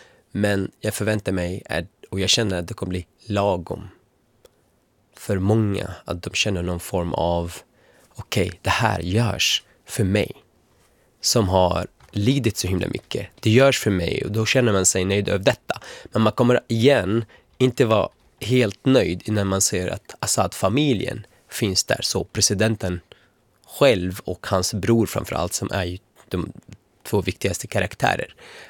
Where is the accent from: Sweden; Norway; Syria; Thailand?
Syria; och det tillbringar oss någon form av frid som man behöver som syrier som har lidit i 14 år men vill ju känna rättvisa.